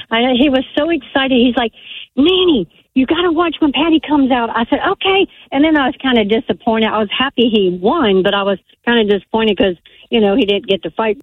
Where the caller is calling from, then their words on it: Bartow, Florida, United States; Okay, I'm from Bartow, Florida.